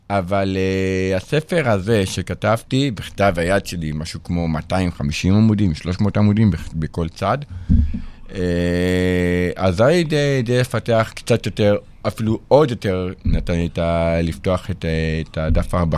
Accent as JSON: {"language": "Hebrew", "town": "Tel Aviv", "region": "Tel Aviv District", "country": "Israel", "moved": "as an adult", "lives_now": "Haifa, Israel", "said": "אני במקור מתל אביב."}